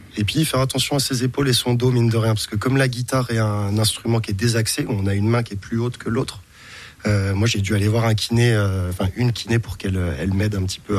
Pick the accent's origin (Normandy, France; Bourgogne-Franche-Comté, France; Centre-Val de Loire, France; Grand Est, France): Bourgogne-Franche-Comté, France; Bonnevent-Velloreille; now in Besançon, France; Je viens de la campagne, pas très loin de Besançon. J'ai grandi à Bonnevent-Velloreille, une petite bourgade du 70 qui était très sympa, mais j'avais aucune connexion avec Bezac jusqu'à mes 18-20 ans. Voilà, j'ai vraiment grandi à la campagne.